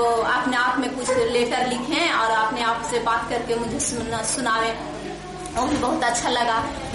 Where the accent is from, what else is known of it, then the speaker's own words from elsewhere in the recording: Dev, Bihar, India; मैं देव की रहने वाली हूँ, मैं यहाँ की गर्ल हूँ